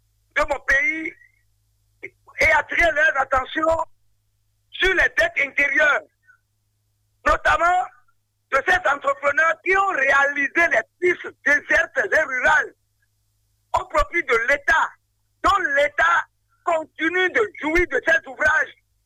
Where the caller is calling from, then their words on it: Benin; en tant que Béninois, nous ne cesserons jamais de nous prononcer.